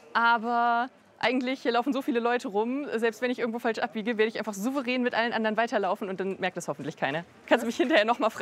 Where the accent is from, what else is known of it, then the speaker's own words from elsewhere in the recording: Baunatal, Hesse, Germany; moved away as an adult; also born or lived in Hamburg / Vienna / Japan; ich komme zwar hier aus Baunatal, aus der Gegend